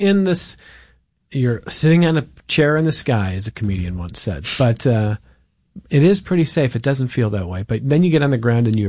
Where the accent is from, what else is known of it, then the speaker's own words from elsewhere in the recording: Cleveland, Ohio, United States; now in Rochester, United States; I mean, I love living in Rochester. I grew up in Cleveland